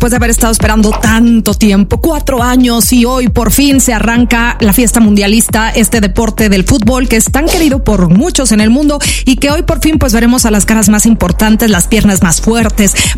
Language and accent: Spanish; Mexico; quiero creer como buena mexicana